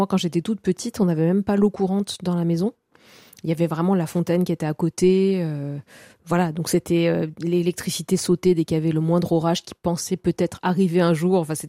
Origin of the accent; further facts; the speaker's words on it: Bastia, Corsica, France; Donc moi, je suis née à Bastia et j'ai passé pas mal de temps aussi en Castagniccia, donc c'est en moyenne montagne, puisqu'en Corse, en général, on a toujours deux lieux.